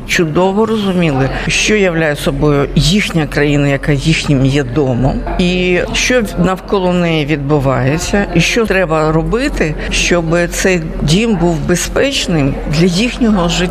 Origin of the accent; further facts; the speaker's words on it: Kyiv, Ukraine; я киянка, я народилася в Києві